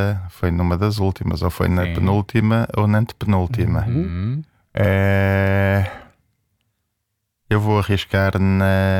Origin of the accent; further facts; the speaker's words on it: Braga, Portugal; E apostei nesta década, precisamente, porque eu sou de Braga e o elevador.